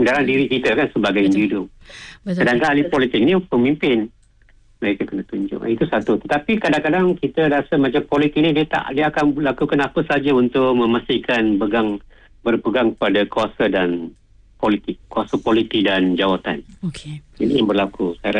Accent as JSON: {"language": "Malay", "town": "Kluang", "region": "Johor", "country": "Malaysia", "said": "Macam tidak jauh daripada kampung saya di Keluang, jiran. Saya orang Keluang kan."}